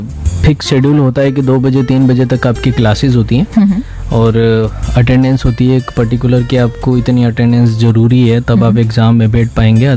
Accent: Rajasthan, India; born there; also born or lived in Udaipur, Rajasthan

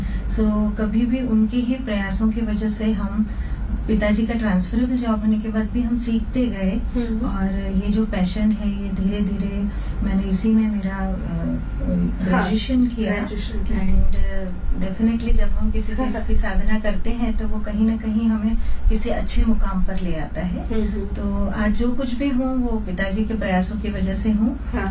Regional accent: Khandwa, Madhya Pradesh, India; मेरी भूमि खंडवा है जहाँ के … जी हैं, जगत विख्यात जिनका नाम है। तो मुझे अच्छा लगता है कि मैं ऐसी नगरी से हूँ जहाँ से इतने बड़े बड़े आर्टिस्ट निकले हैं।

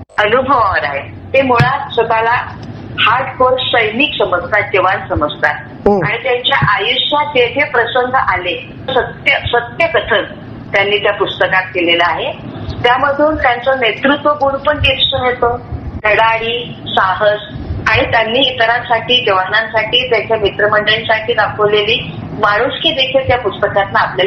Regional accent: Nagpur, Maharashtra, India; moved away as an adult; also born or lived in Nashik / Thane; मी मुळात नागपूरची, माहेर नागपूरचं, माझं शिक्षण नागपूरच्या सोमलवार शाळेत झालं

